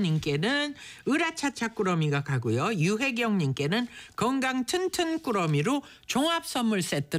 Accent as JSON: {"language": "Korean", "region": "Seoul", "country": "South Korea", "tie": "born or raised there", "said": "전 서울 출신이거든요."}